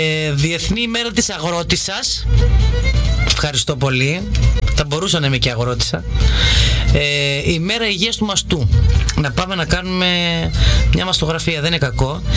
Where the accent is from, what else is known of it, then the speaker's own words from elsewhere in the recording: Sachtouria, Crete, Greece; now in Rethymno, Greece; Είμαι από τα Σαχτούρια.